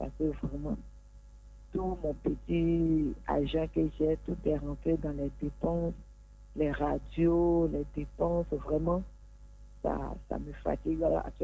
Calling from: Abidjan, Côte d’Ivoire; J'appelle d'Adjamé.

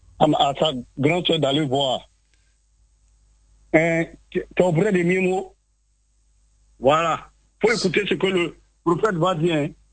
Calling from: Abidjan, Côte d’Ivoire; J'appelle des deux plateaux à Ban.

